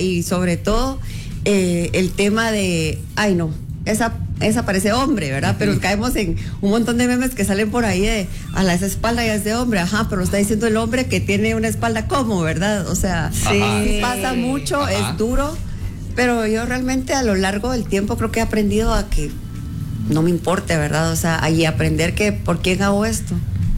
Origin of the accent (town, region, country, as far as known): Guatemala